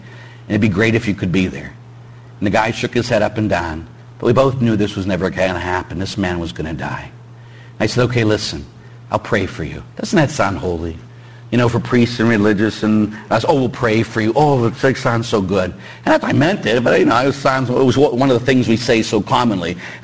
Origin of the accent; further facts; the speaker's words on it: Pittsburgh, Pennsylvania, United States; of course I'm from Pittsburgh, as everybody knows, and both my parents were cops.